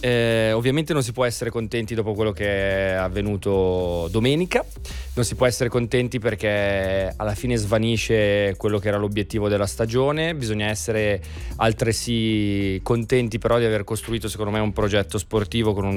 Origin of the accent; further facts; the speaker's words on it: Borgomanero, Piedmont, Italy; miei amici di Borgo Manero, io sono nato a Borgo Manero